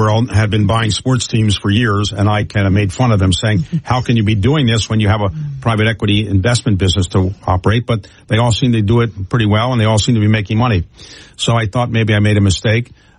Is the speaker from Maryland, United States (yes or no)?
yes; Baltimore, Maryland, United States; Yes, I grew up in Baltimore. I never expected to be an owner of any sports team, let alone the Baltimore Orioles.